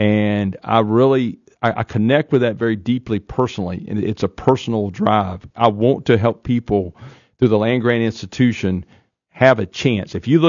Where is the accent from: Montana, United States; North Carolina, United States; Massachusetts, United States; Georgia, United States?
North Carolina, United States; moved away as an adult; now in North Dakota, United States; I grew up in Eastern North Carolina.